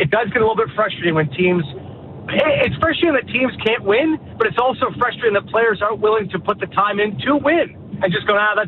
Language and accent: English; Canada; That's frustrating to me as a Canadian, as somebody who cheers for Canadian teams and covers Canadian hockey.